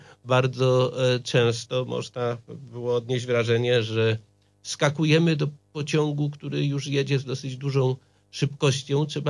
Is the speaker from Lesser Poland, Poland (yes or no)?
yes; Tarnów, Lesser Poland, Poland; moved away as an adult; also born or lived in Dresden, Germany; Urodziłem się w małej wiosce na południu Polski, 30 kilometrów od Tarnowa. Później przenieśliśmy się z rodzicami do Tarnowa.